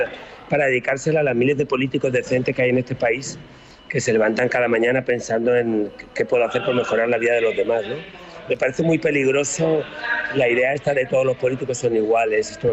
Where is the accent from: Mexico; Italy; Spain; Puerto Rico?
Spain; como cualquier español de mi generación, España siempre perdía.